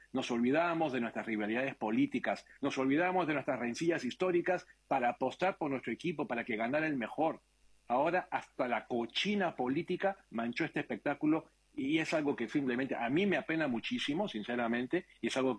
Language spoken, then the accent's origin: Spanish; Peru; moved away; en mi país de origen, el Perú